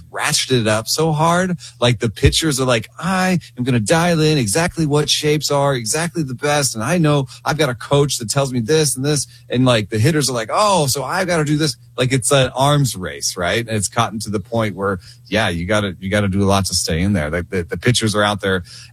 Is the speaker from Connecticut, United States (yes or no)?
no; Atlanta, Georgia, United States; growing up in Atlanta in the in the late 80s and early 90s